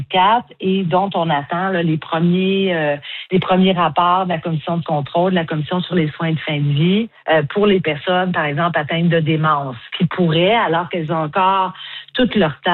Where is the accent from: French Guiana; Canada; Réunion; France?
Canada; Quebec; alors que chez nous, au Québec, par exemple